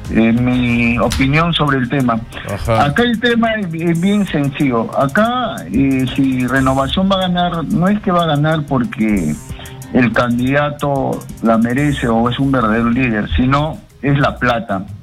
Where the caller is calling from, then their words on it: Lima, Peru; de San Juan del Urigancho.